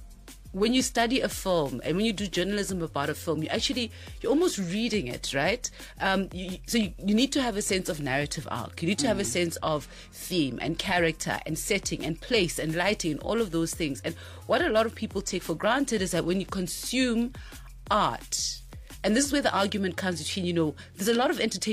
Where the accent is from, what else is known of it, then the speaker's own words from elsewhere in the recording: South Africa; also born or lived in Bloemfontein / Mafikeng; No, I'm from South Africa.